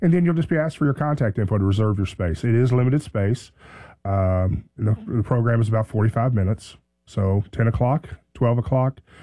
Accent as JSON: {"language": "English", "region": "Kentucky", "country": "United States", "tie": "born or raised there", "moved": "yes", "lives_now": "Fayetteville, United States", "said": "I grew up outside Fort Campbell."}